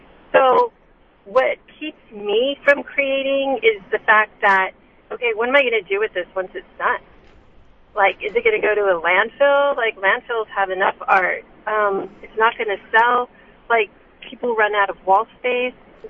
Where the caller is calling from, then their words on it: Del Rio, Texas, United States; Del Rio, Texas.